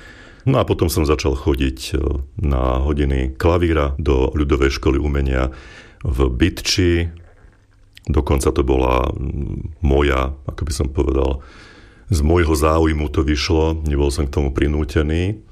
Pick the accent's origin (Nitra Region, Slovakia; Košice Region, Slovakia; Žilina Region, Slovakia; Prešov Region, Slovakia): Žilina Region, Slovakia; Dolný Hričov; now in Banská Bystrica, Slovakia; Vyrastal som v Dolnom Hričove.